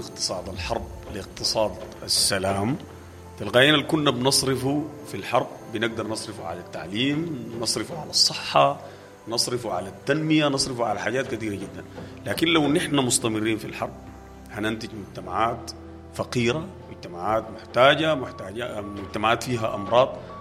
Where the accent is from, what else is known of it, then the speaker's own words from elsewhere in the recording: Sudan; نحن كبشر كسودانيين